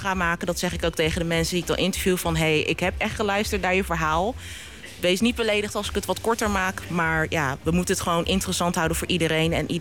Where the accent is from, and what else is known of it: The Hague, South Holland, Netherlands; born or raised there